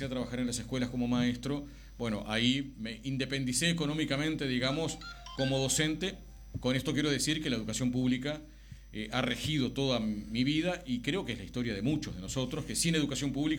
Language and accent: Spanish; Canelones, Uruguay; Yo soy del departamento de Canelones, sigo viviendo en el campo, en Canelones